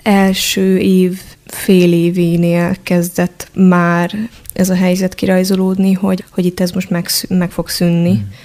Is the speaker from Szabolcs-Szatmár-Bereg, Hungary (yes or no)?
yes; Nagykálló, Szabolcs-Szatmár-Bereg, Hungary; born there; Nagykállóban, a Nagykállói Általános Iskolában.